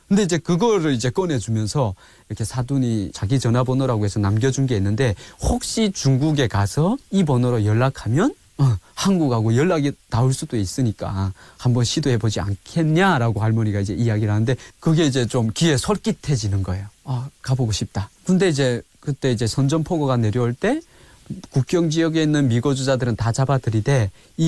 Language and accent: Korean; North Korea; born or raised there; moved away; also born or lived in Ryanggang Province